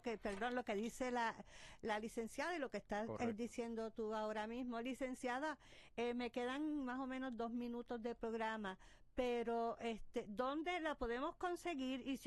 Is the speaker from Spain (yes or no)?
no; Juana Díaz, Puerto Rico; Juana Díaz es un gran pueblo, es mi pueblo. Juanadina hasta el final.